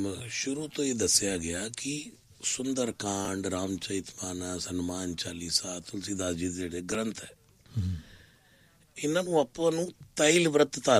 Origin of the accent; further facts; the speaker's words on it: Delhi, India; born there; ਦੋ ਮੰਦਰ ਬਣਵਾਏ ਜਿੱਥੇ ਮੇਰਾ ਜਨਮ ਹੋਇਆ ਸੀ